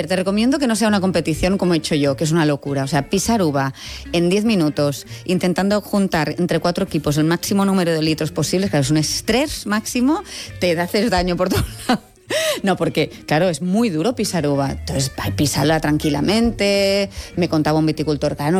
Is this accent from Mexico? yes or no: no; Maluenda, Aragon, Spain; Hecho raíces en Maluenda, Calatayud, de donde vengo